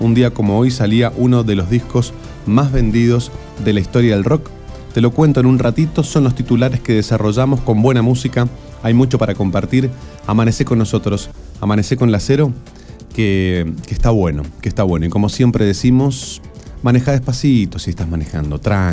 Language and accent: Spanish; Argentina; Si sos argentino y te gusta el fútbol, que es, creo que somos casi la mayoría